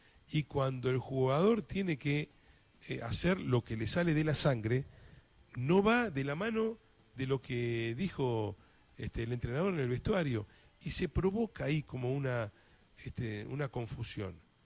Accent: Argentina; Los argentinos dejamos de jugar como argentinos

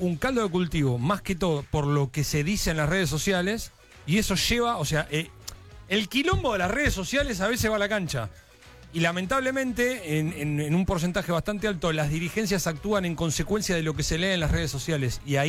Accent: Lanús, Buenos Aires Province, Argentina; me crié en Lanús. En el año 2013 en Lanús se hacían asados de gente allegada por llegar a 25 puntos.

